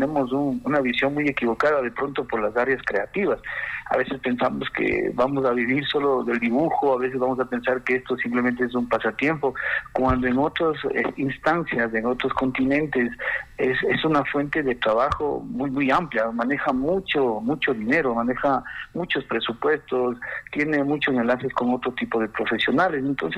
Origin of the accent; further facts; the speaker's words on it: Ecuador; nosotros como ecuatorianos